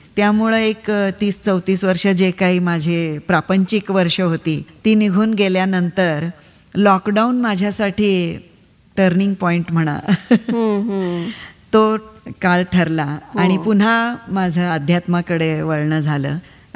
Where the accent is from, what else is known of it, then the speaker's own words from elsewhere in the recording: Wathar, Maharashtra, India; आणि वाठार म्हणून साताऱ्याच्या इथं आमचं एक गाव आहे